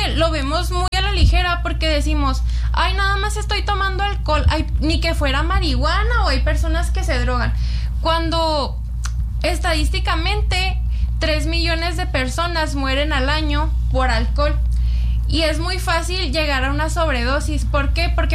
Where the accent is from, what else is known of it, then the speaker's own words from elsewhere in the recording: Mexico; como mexicanos tenemos súper normalizado el consumo de alcohol desde pequeños